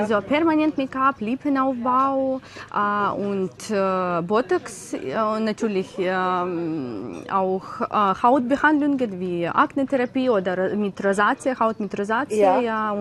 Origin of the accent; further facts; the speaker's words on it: Ukraine; German is a second language; now in Weißenfels, Germany; Ja, genau. Ich komme aus der Ukraine und ich wohne hier in Weißenfel